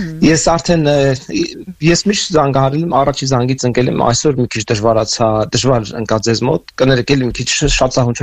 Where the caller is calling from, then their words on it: Los Angeles, California, United States; Միացյալ Նահանգներում, ես Լոս Անջելեսից եմ ձանգահարում ձեզ։